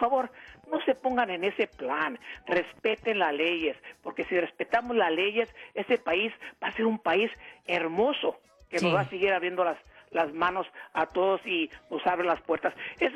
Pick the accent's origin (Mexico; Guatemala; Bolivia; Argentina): Mexico; now in United States; soy mexicano a 100% y orgulloso de hablar el español. Hablo el inglés con mucho respeto.